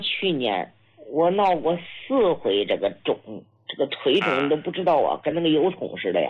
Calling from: Hebei, China; 我是河北的。

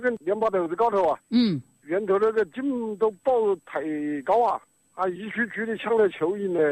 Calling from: Xiantao, Hubei, China; 我仙桃的。

